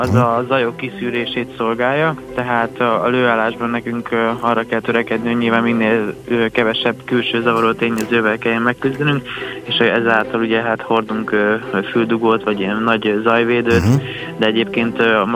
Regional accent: Komárom, Komárom-Esztergom, Hungary; moved away as an adult; now in Budapest, Hungary; Igen, ott születtem, ott nevelkedtem, és nem olyan régen kerültem fel egyébként Budapestre, de hát azt elmondhatom, hogy a szívem az sokszor hazahúz, és nagyon szeretem Komáromot.

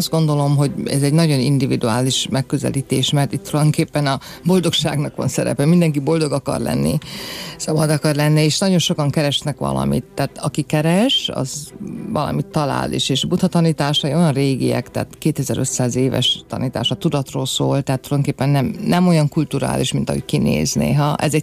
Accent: Oradea, Bihor, Romania; Nagyon fiatal voltam, én Erdélyből számozok, nagyváradi lány vagyok

